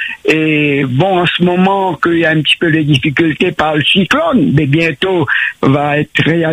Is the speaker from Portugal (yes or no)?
no; Sainte-Anne, Réunion; moved away as an adult; now in Plaine des Palmistes, Réunion; je suis à Sainte-Anne, j'ai grandi à Sainte-Anne jusqu'à 30, 40 ans.